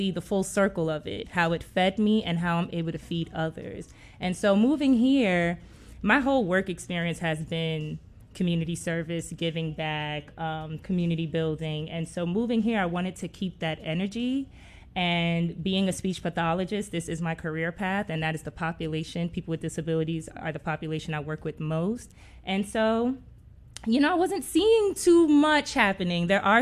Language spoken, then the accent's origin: English; New York City, New York, United States; now in Memphis, United States; So y'all, I'm from New York. I'm from Queens. You know, that's the most diverse city in the world.